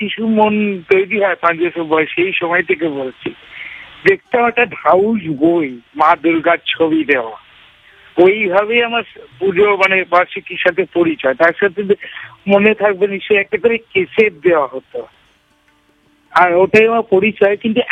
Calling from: Malda, West Bengal, India; আমি মালদা থেকে

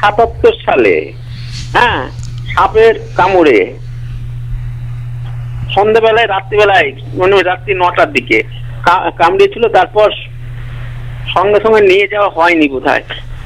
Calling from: Baharampur, West Bengal, India; আমরা বহরমপুর।

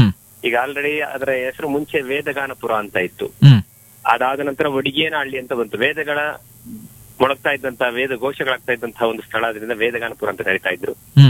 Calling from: Vijayapura, Karnataka, India; ನಾಲ್ಕು ವರ್ಷದಿಂದ ವಿಜಯಪುರ, ದೇವನಹಳ್ಳಿ ತಾಲೂಕು ವಿಜಯಪುರ.

